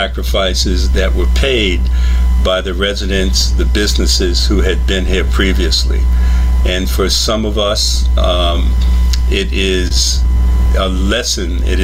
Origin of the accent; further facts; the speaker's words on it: New York City, New York, United States; now in Portland, United States; I'm a New Yorker. I grew up in Bedford-Stuyvesant in Brooklyn, which has been tremendously gentrified, tremendously.